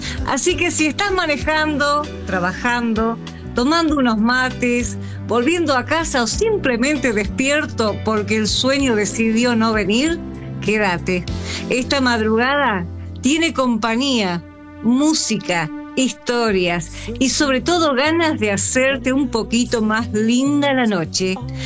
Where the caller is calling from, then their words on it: General La Madrid, Buenos Aires Province, Argentina; fui parte también como radio aficionada acá en General La Madrid, en mi pueblito